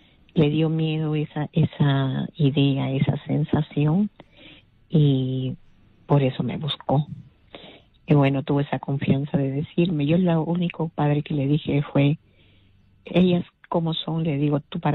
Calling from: El Agustino, Lima, Peru; del Agustino.

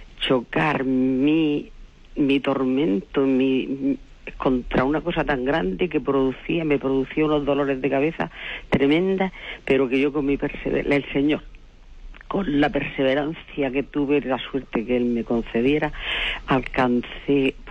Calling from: Murcia, Region of Murcia, Spain; de Murcia

